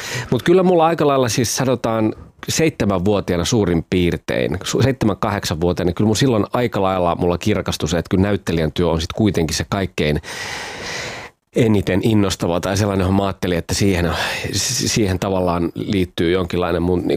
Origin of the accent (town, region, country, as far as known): Pori, Satakunta, Finland; born or raised there; also born or lived in Kuorevesi